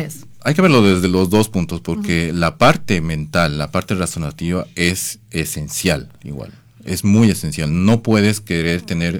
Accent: Bolivia; now in Uruguay; Yo salí de Bolivia hace un año exactamente.

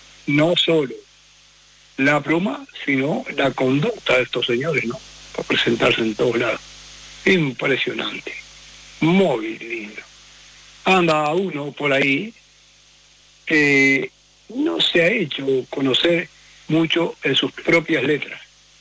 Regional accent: Uruguay; en mi Sarandí de allí.

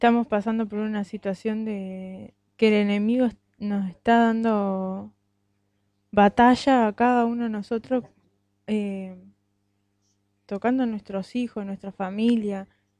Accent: Parque del Plata, Canelones, Uruguay; Nosotros venimos de Parque del Plata, de Canelones.

